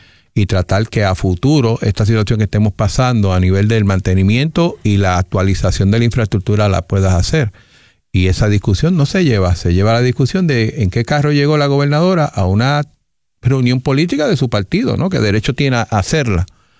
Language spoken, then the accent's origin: Spanish; Puerto Rico; yo obviamente soy del área de Valle del Turabo